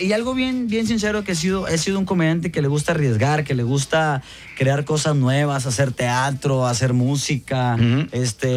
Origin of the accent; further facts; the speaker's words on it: Monterrey, Nuevo León, Mexico; Pues es que somos regios, compadre.